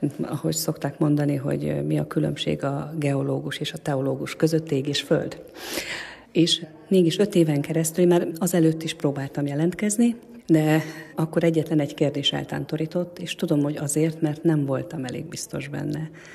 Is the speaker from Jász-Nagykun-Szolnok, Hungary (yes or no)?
no; Borsod-Abaúj-Zemplén, Hungary; now in Hangács, Hungary; én egyébként Borsod-Gömöri vagyok